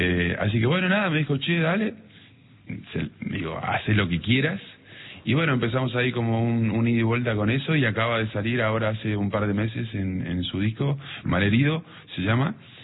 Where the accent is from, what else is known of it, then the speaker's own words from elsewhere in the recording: Cutral Có, Neuquén, Argentina; now in Buenos Aires, Argentina; Yo soy de Cutralcó, Neuquén. muy folclórico. No soy un experto fundamentalista del folclore, pero sí tengo mucha raíz folclórica porque me crié en Las Peñas y anduve por todos lados ahí. Bueno, la cosa me trajo hasta Buenos Aires